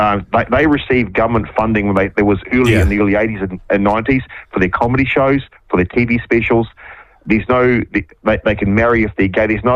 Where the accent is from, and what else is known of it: Waikato, New Zealand